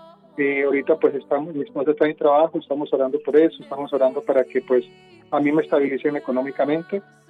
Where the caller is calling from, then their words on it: Amazonas, Colombia; Yo soy de acá del Amazonas.